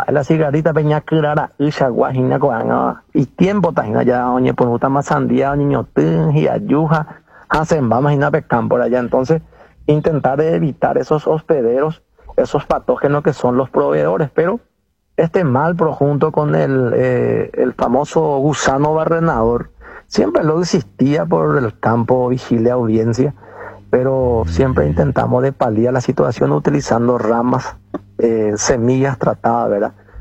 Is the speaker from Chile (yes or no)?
no; Paraguay